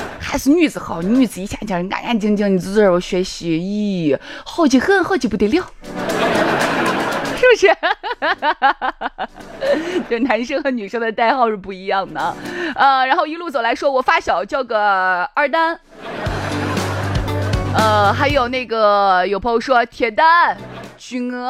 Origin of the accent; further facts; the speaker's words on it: Shaanxi, China; 我们陕西人